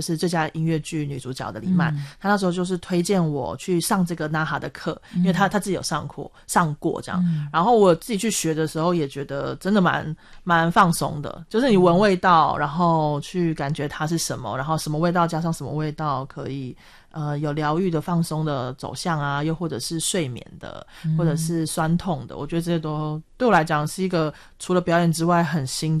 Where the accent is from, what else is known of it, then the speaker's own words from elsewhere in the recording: Japan; Chinese is a second language; 对，然后我是一个日本人